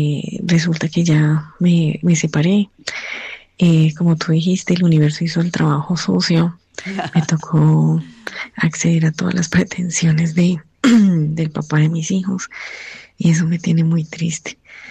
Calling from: Bogotá, Colombia; Te llamo desde Bogotá.

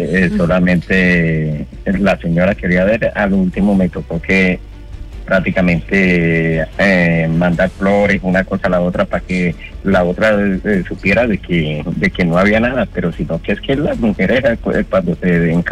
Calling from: Candelaria, Valle del Cauca, Colombia; te llamo desde Villa Gorgona, Candelaria, Valle del Cauca.

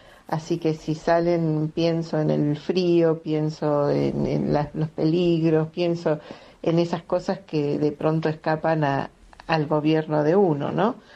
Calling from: Buenos Aires, Argentina

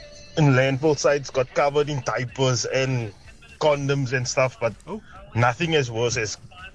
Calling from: Cape Town, Western Cape, South Africa; here from Cape Town

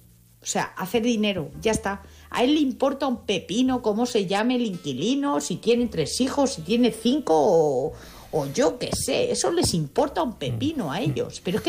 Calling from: Madrid, Community of Madrid, Spain; de Madrid.

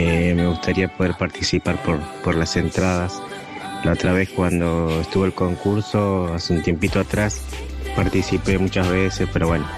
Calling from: Avellaneda, Buenos Aires Province, Argentina; de Avellaneda.

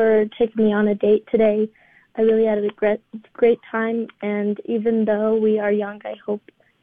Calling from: Montrose, Colorado, United States; Montrose, Colorado.

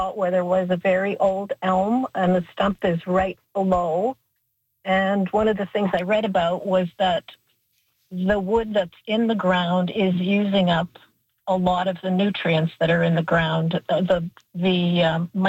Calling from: Winnipeg, Manitoba, Canada; In Winnipeg in Wolseley.

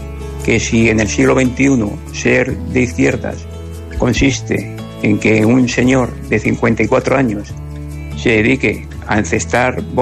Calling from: Madrid, Community of Madrid, Spain; Buenos días … de Madrid y me he levantado pensando en dos cosas.

